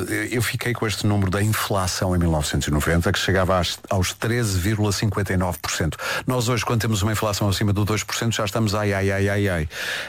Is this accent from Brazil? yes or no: no; Porto, Norte, Portugal; moved away as an adult; now in Lisbon, Portugal; Sabes que eu sou do Porto